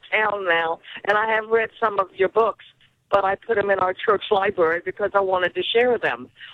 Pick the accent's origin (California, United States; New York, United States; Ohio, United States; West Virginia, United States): West Virginia, United States; Gassaway; born there; I was born, I didn't grow up there, but I was born in Braxton County, West Virginia.